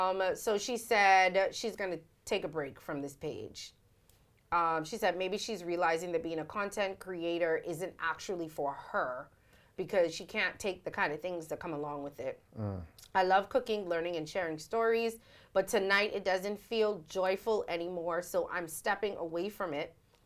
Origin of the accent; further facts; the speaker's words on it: Scotland, United Kingdom; remind people that I'm a Scottish woman learning about a country who welcomed me with extraordinary kindness.